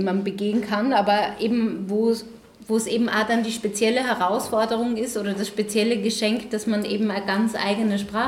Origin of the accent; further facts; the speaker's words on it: Styria, Austria; ich bin auch an der Grenze aufgewachsen, ungefähr so 200, 300 Meter von der heute österreichisch-slowenischen Grenze, die ganz lang eigentlich die ungarisch-österreichische Grenze war